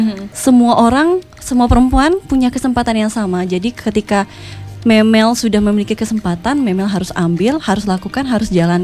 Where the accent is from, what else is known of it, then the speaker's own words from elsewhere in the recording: Sintang, West Kalimantan, Indonesia; saya berasal dari daerah, dari Sintang ke provinsi aja butuh waktu 6-7 jam.